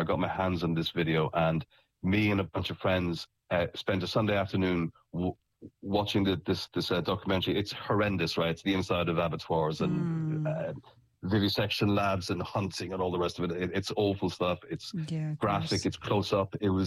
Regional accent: Ireland; So obviously I was brought up in Ireland, very Catholic then. It's changed an awful lot since.

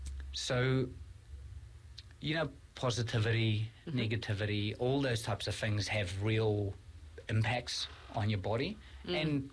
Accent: South Africa; born there; And this is where I count myself lucky that I was born in South Africa, where I saw what real struggling is like.

